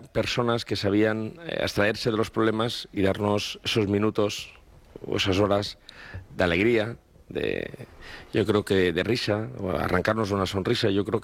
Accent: Valencian Community, Spain; tenía algunos rasgos muy característicos TIP de lo que somos los valencianos, ¿no?

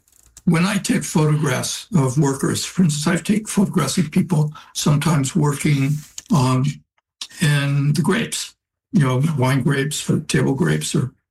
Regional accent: Oakland, California, United States; I grew up in Oakland. I didn't know anything about farm workers. I didn't know anything about Mexico or Mexicans. I didn't speak Spanish.

